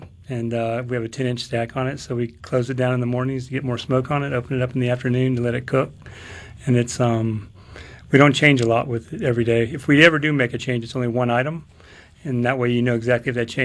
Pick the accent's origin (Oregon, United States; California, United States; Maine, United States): California, United States; now in Mississippi, United States; I was born and raised in California.